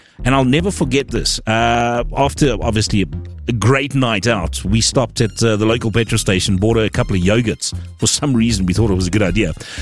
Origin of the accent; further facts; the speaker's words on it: Gauteng, South Africa; So I'm from the West Rand.